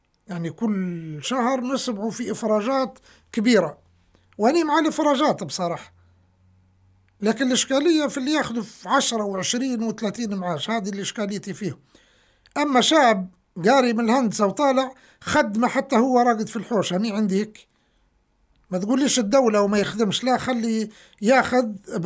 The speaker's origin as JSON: {"language": "Arabic", "country": "Libya"}